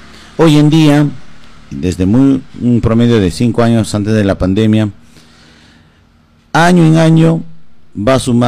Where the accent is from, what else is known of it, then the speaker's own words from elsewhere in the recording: Pichanaki, Junín, Peru; al momento que nos ven, ya todos voltean la mirada y que somos de Pichanaki.